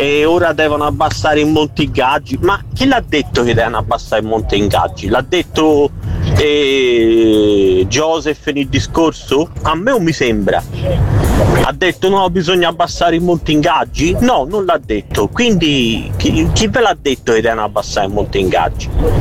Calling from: Scandicci, Tuscany, Italy; da Scandicci

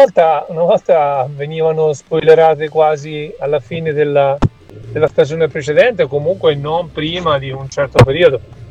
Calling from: Osimo, Marche, Italy; da Osimo Ancona.

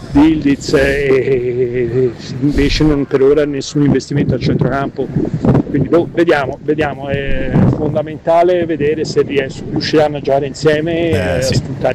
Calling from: Florence, Tuscany, Italy; a Firenze

